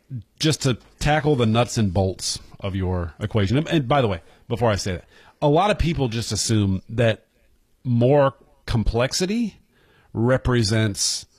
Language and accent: English; North Carolina, United States; he found out I was from North Carolina